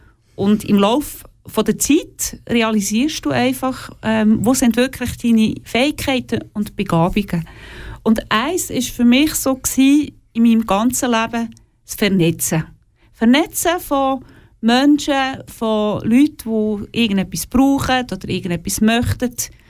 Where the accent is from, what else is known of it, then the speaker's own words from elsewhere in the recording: Zurich, Switzerland; also born or lived in Oberkirch; ich bin zwar in Zürich geboren und auch dort aufgewachsen und nachher in Oberkirch.